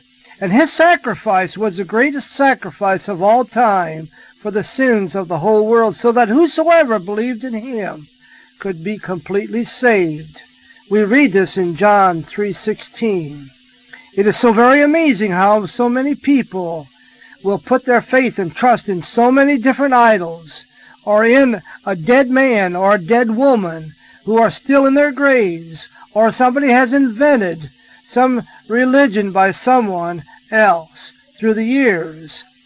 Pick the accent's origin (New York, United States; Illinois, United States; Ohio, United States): Ohio, United States; in Ohio, in my hometown.